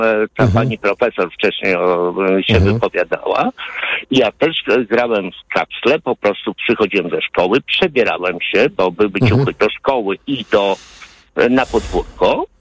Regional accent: Warsaw, Masovian Voivodeship, Poland; I tak jak my, jako dzieci z blokowisk, ja jestem z Warszawy, z blokowisk, żeśmy umieli się bawić.

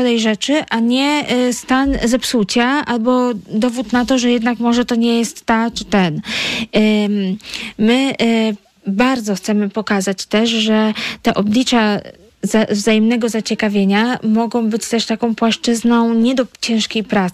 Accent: Warsaw, Masovian Voivodeship, Poland; moved away; Ja byłam takim typowym warszawiakiem, co się przeprowadził

